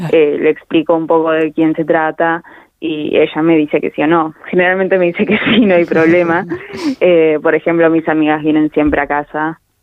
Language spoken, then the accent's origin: Spanish; Argentina